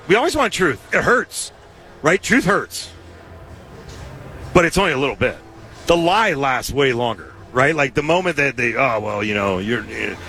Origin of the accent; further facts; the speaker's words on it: California, United States; You know, I'm still a Californian, you know what I mean?